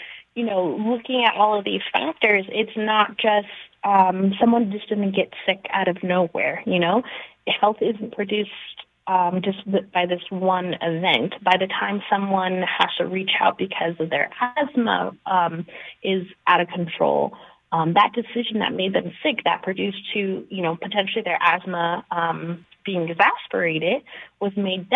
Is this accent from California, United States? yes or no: no; Denver, Colorado, United States; I grew up in Montbello, like, forever Bellside. I love Montbello through and through.